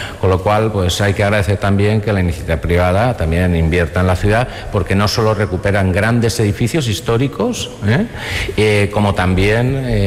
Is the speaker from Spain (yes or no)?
yes; Valencian Community, Spain; Y como los valencianos somos así de graciosos y que nos lo tomamos todo a cachondeo